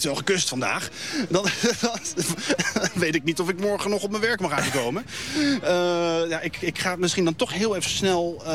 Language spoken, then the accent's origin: Dutch; Voorburg, South Holland, Netherlands; Ik zat in de tweede van het Dalton Voorburg. Basketbalveldje. Ja. Achter het huis waar ik ben opgegroeid.